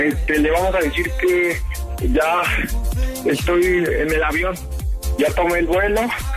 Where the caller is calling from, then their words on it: Mexico City, Mexico; en Ciudad de México.